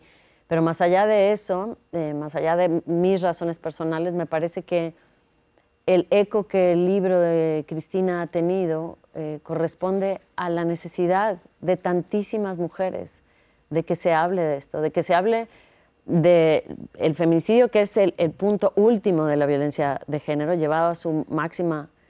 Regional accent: Mexico; Y siendo mexicana, no tenemos, para nosotros es, creo, mucho más fácil. Nosotros no tenemos dudas respecto a eso.

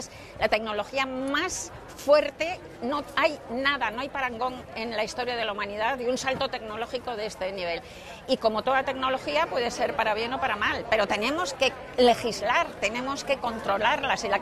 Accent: Madrid, Community of Madrid, Spain; soy de Madrid, y llevo 46 años firmando en la Feria del Libro

